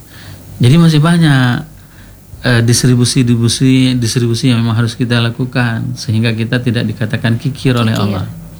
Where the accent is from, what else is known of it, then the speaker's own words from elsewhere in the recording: Aceh, Indonesia; Saya orang juga orang Sawang.